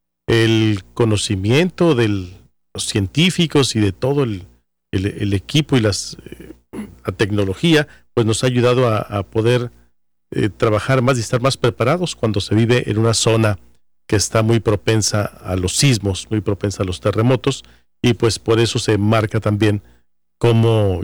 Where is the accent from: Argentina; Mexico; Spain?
Mexico; los que somos mexicanos